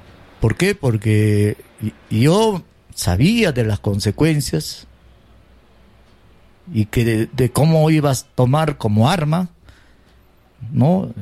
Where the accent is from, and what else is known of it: Peru